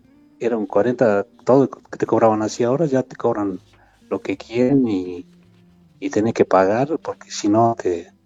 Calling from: Tucumán, Argentina; de Tucumán.

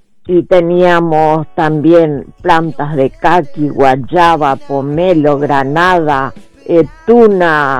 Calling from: Pilar, Buenos Aires Province, Argentina

